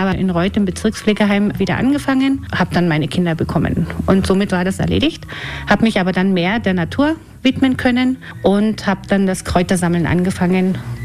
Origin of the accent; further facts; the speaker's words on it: Saxony, Germany; now in Lechtal, Austria; eigentlich aus Krumlau. Und da ist gerade so die Grenze Brandenburg-Sachsen. Ich bin immer wieder gerne in meiner alten Heimat, aber im Lechtal fühle ich mich natürlich auch zu Hause.